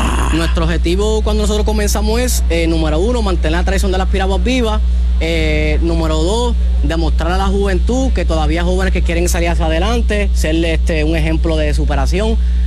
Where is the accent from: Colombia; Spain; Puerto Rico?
Puerto Rico; San Sebastián; nosotros venimos del pueblo de San Sebastián del Pepino.